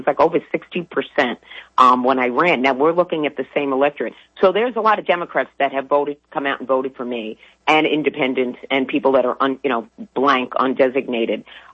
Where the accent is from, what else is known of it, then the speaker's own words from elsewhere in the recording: Queens, New York, United States; I grew up in the city. I grew up in Middle Village, Queens. So when I moved to Nassau, I was like, what's going on here?